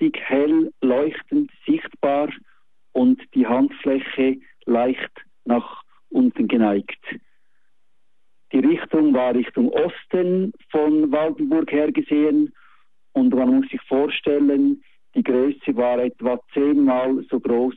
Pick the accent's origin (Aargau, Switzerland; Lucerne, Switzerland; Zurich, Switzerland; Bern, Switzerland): Lucerne, Switzerland; now in Egnach, Switzerland; Ich komme aus dem Thurgau jetzt, aus Egnach. Bin ich in Luzern in der Innerschweiz aufgewachsen, auch sehr gut katholisch.